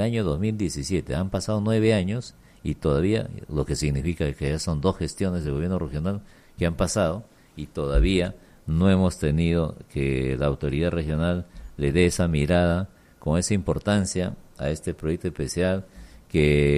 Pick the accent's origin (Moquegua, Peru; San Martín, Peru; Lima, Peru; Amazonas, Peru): San Martín, Peru; el símbolo que nos identifique como sanmartinenses